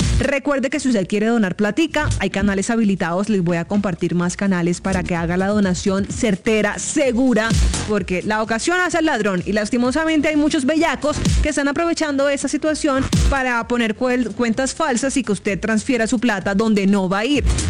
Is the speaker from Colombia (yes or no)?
yes; Colombia